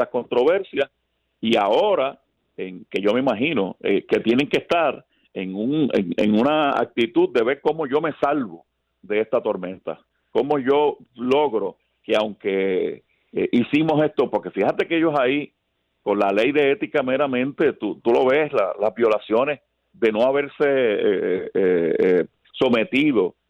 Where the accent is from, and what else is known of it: Puerto Rico